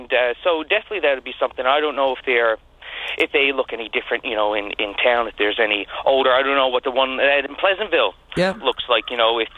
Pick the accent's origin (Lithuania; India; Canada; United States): Canada; Bay Roberts, Newfoundland and Labrador; from Bay Roberts